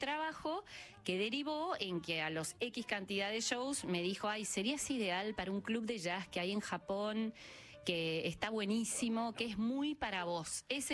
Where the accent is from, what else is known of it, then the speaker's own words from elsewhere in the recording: Argentina; also born or lived in Washington, United States; yo me crié de chiquita en Estados Unidos, en Washington, y volví a la Argentina como con... Fui con 2 años y volví con casi 9.